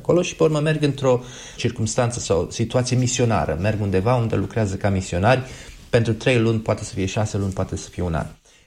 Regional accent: Romania; now in United Kingdom; Mai ales ca români, îmi aduc aminte când eram copil, cum te sărutau părinții sau bunicii sau bătrânele de la sat.

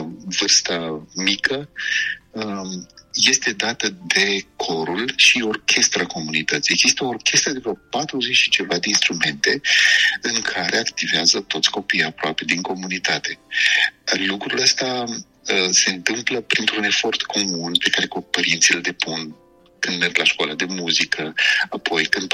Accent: Romania; now in Vienna, Austria; noi suntem români în Viena sau în Austria

